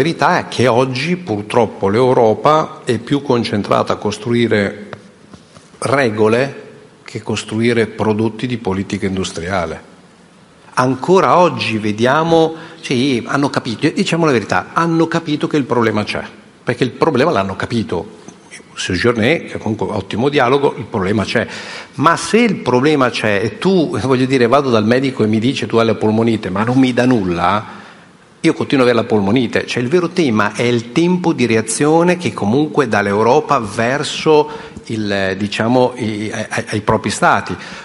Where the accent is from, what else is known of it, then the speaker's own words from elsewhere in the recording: Modena, Emilia-Romagna, Italy; io vengo da Modena